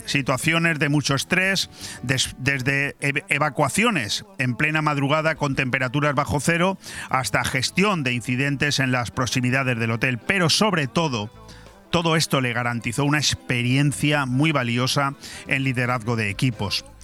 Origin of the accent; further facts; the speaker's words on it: Benidorm, Valencian Community, Spain; born there; yo, que soy nacido en Benidorm y que adoro el turismo